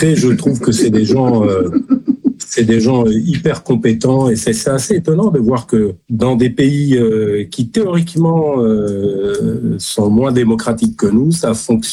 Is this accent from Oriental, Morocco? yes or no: no; Rabat, Rabat-Salé-Kénitra, Morocco; born there; Ouais, moi je suis né à Rabat.